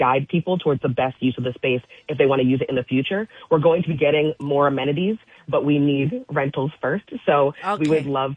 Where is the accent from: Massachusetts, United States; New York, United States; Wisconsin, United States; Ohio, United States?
New York, United States; Poughkeepsie; I've been here for the last 3 years, but I grew up on Hooker Avenue right here in Poughkeepsie as a child. So I have strong ties to this community